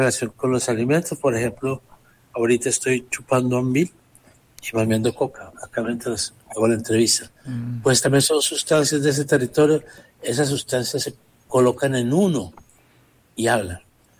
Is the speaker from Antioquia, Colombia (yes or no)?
yes; Medellín, Antioquia, Colombia; Yo soy de Medellín, Antioquia.